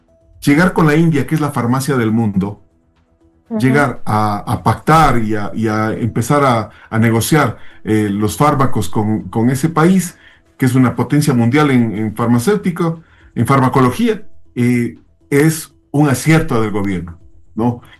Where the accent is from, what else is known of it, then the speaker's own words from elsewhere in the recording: Ecuador; hablo como país, como Estado ecuatoriano